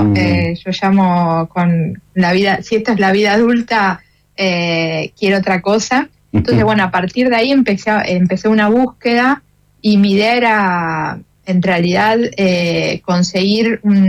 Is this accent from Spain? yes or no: no; Argentina; moved away; cuando yo me fui de Argentina, que fue pospandemia ahí en 2021, también me fui diciendo, bueno, me voy y no sé cuándo vuelvo